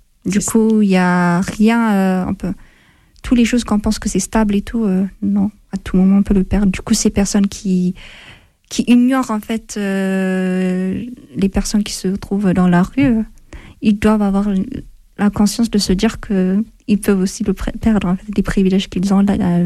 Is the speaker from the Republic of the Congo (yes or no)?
no; Ethiopia; now in France; J'ai grandi en Éthiopie et on ne connaît pas le racisme, en fait. C'est ici, d'ailleurs, que j'ai découvert le racisme aussi.